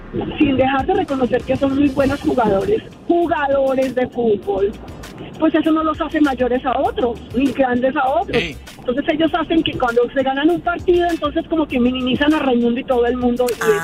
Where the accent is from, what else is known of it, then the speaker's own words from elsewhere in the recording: Colombia; eso también hace que uno como colombiano como que diga, puta, le está quitando el premio a Egipto.